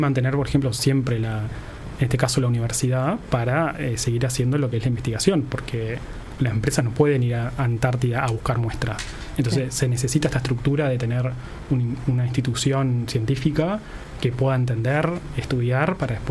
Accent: Florida, Uruguay; Sí, Florida, sí.

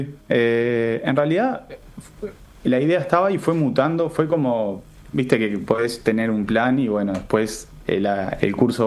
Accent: Uruguay

